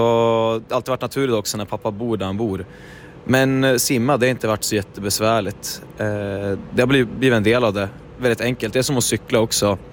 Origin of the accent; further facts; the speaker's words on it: Östersund, Jämtland County, Sweden; born there; Jag är från Östersund.